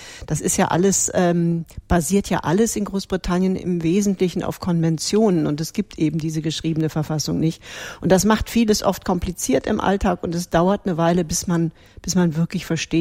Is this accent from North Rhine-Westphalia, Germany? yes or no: yes; Cologne, North Rhine-Westphalia, Germany; moved away as an adult; now in London, United Kingdom; ich bin in Köln geboren und auch mit ganzem Herzen eine Kölnerin.